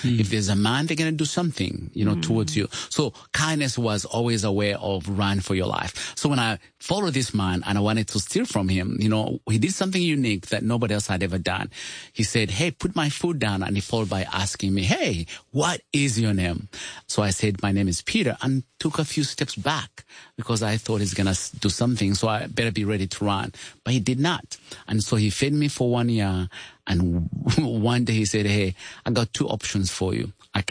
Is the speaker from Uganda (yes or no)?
yes; Uganda; English is a second language; So, I come from Uganda and grew up poor of the poorest.